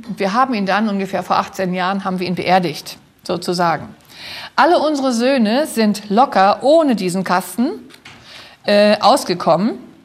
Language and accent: German; East Germany, Germany; Und von dort, wo ich herkomme, haben wir keine Ellen White Bücher groß gehabt in der ehemaligen DDR.